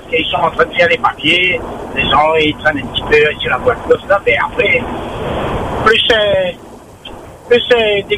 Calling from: Saint-Louis, Réunion; j'habite à Saint-Louis.

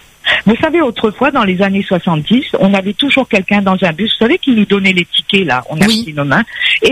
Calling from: Réunion; en tant que Réunionnais

